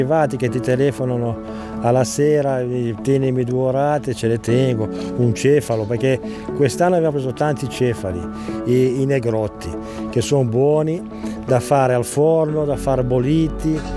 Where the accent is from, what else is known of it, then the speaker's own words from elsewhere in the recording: Recco, Liguria, Italy; now in Camogli, Italy; perché io sono di Recco. Però poi sono venuto qua a Camogli e dal 96 sono pescatore.